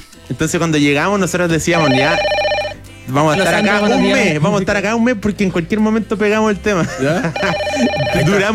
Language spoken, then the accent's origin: Spanish; Antofagasta, Chile; moved away as an adult; el Mati y yo somos hermanos, venimos del norte de Chile, de Antofagasta.